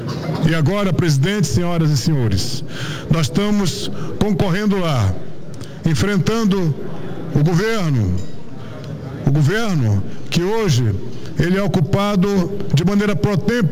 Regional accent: Roraima, Brazil; nós somos de Roraima

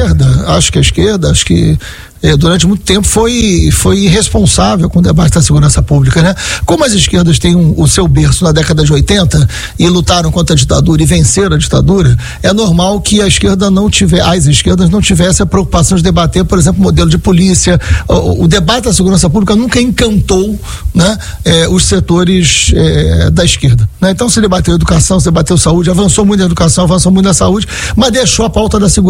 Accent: São Gonçalo, Rio de Janeiro, Brazil; eu nasci numa comunidade, lá em São Gonçalo, e eu fui criado no bairro de periferia

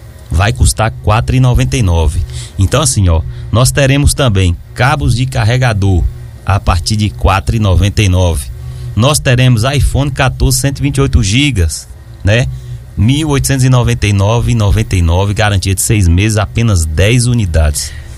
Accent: Bahia, Brazil; E nós que somos baianos, a gente só acredita vendo, né, assim, as coisas, só pegando, né, que a gente tem o costume.

